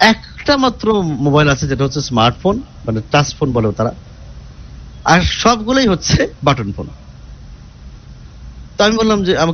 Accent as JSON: {"language": "Bangla", "town": "Kushtia", "region": "Khulna Division", "country": "Bangladesh", "tie": "born or raised there", "said": "রংপুর, দিনাজপুর, আমার বাড়ি যেমন কুষ্টিয়া, সিলেট, চট্টগ্রাম, সারা দেশ থেকে আসে।"}